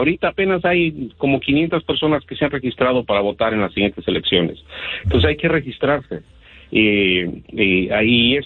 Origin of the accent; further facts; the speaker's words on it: Mexico; now in United States; solamente trátame como mexicano o mexicano que soy, porque también pago impuestos en México.